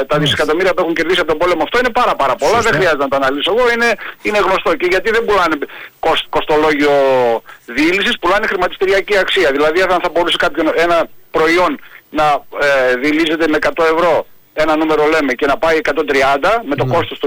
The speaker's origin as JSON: {"language": "Greek", "country": "Greece", "tie": "born or raised there", "said": "Εγώ μεγάλωσα στον Κυρκύρη. Ξέρω τι σημαίνει θάλασσα. Πολλά χρόνια ήμουν στον Κυρκύρη"}